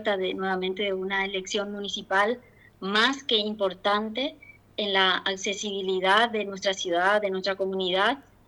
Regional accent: Santiago, Misiones, Paraguay; moved away; venimos de familia humilde de Santiago Misiones, pero esa familia, te estoy hablando de 40 años atrás, esa familia que se dedicaba a la chacra

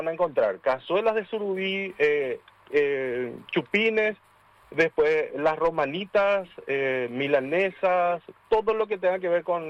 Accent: San Antonio, Central, Paraguay; yo me voy y digo que soy de San Antonio

